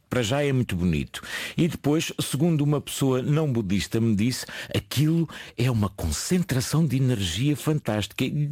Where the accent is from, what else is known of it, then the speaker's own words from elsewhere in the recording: Portugal; Eu diria que Portugal, sendo português, é um sítio muito especial.